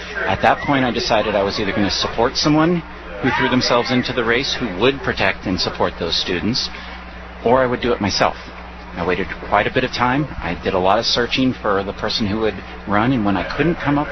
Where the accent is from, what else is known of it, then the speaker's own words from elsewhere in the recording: Alta Sierra, California, United States; I grew up in Alta Sierra. Lived on Francis Drive when I was younger, and I graduated from Bear River High School in 1997.